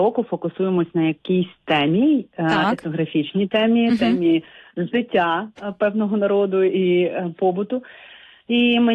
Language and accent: Ukrainian; Odesa Oblast, Ukraine; moved away; я родом з Бессарабії